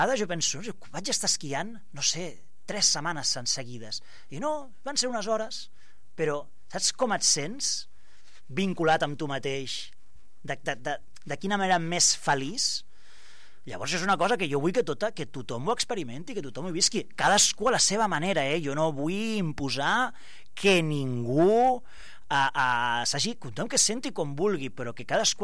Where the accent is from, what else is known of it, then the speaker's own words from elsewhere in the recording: El Prat de Llobregat, Catalonia, Spain; jo sóc del Prat i jo m'estimo el meu poble